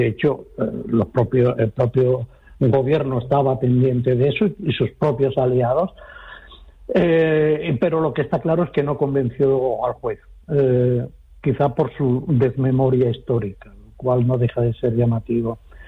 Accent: Salamanca, Castile and León, Spain; born there; yo nací en Salamanca

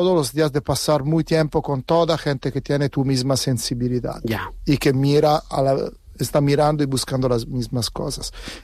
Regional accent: Tuscany, Italy; Spanish is a second language; Yo personalmente, de verdad, que procedo de Toscana.

